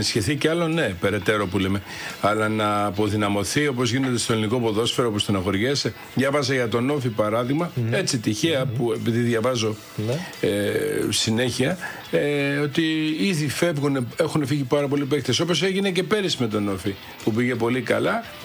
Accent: Greece; Κοίτα, ως Έλληνας θα ήθελα να είναι και ο Παναθηναϊκός.

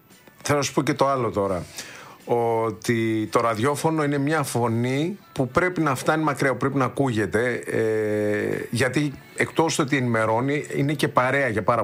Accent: Athens, Attica, Greece; Από την Κέρκυρα, αλλά έχω γεννηθεί στην Αθήνα, έχω μεγαλώσει εδώ. Οι γονείς μου από την Κέρκυρα.

